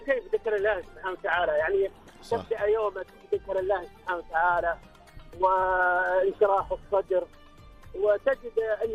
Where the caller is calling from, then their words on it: Jeddah, Makkah Province, Saudi Arabia; أنا أكلمكم من جدة.